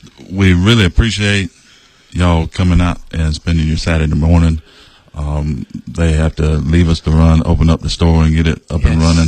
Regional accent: Aiken, South Carolina, United States; it's a great small town. I grew up here in Aiken. I left it to go in the military and I came back. But it still has a small town flavor to it

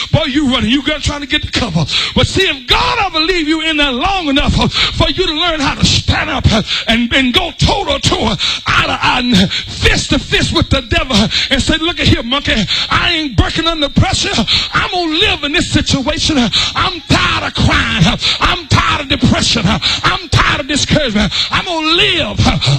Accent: Texas, United States; also born or lived in Florida; I come from Texas

